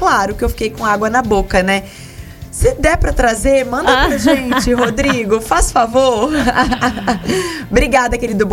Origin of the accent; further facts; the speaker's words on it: Juiz de Fora, Minas Gerais, Brazil; moved away; Quem é ouvinte antigo aqui da Transamérica TMC já sabe que eu sou mineira, sou de Juiz de Fora.